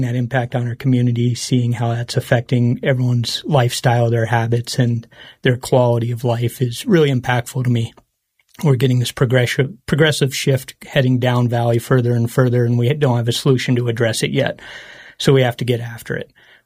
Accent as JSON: {"language": "English", "town": "Carbondale", "region": "Colorado", "country": "United States", "tie": "born or raised there", "said": "I grew up in Carbondale in the 80s and 90s. And came back here after college"}